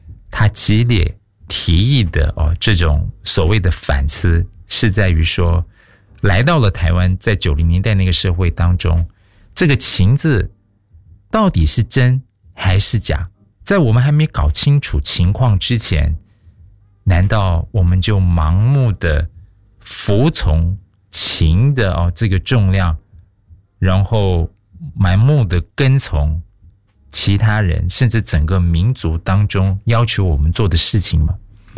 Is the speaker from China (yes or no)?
no; Malaysia; 因为我们是在这个地方出生长大的孩子，我们的意识跟成长的这种经历就只有在马来西亚的一种经验